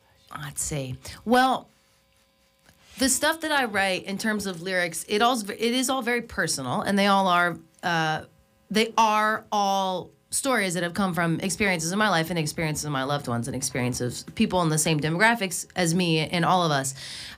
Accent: New York, United States; You know, we're from New York, and we're laid-back people who love each other and just want to spread this sort of message of positivity.

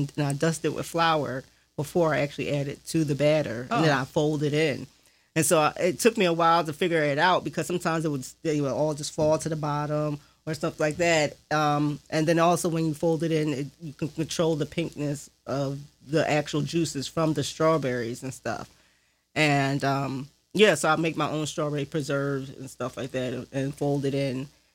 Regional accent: Philadelphia, Pennsylvania, United States; born there; I was born here in Philadelphia, but I'm an Army brat. My dad is a sergeant in the Army, and so we traveled a lot.

